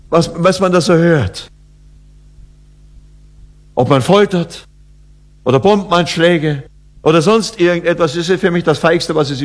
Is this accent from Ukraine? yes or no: no; Oberammergau, Bavaria, Germany; ich bin auf dem Dorf aufgewachsen in Oberammergau.